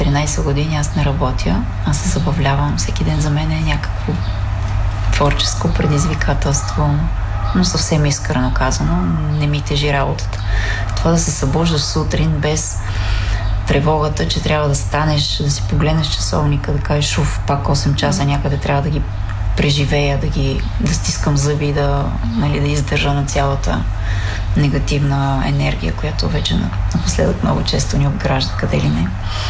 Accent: Elin Pelin, Sofia Province, Bulgaria; аз съм от Елинпелин

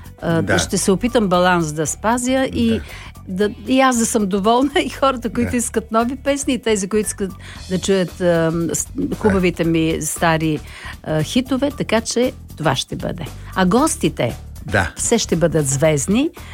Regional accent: Hisarya, Plovdiv Province, Bulgaria; в моя град, родния ми град Хисаря

